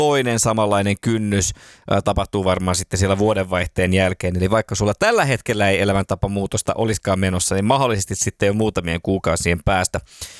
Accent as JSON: {"language": "Finnish", "town": "Järvenpää", "region": "Uusimaa", "country": "Finland", "said": "Mutta mä oon Järvenpäästä"}